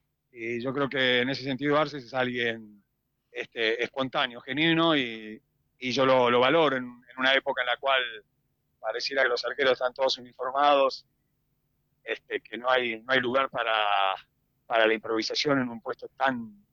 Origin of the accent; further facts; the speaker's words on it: Buenos Aires, Argentina; motorizó todos mis sueños que tenía de pibe en mi barrio en Floresta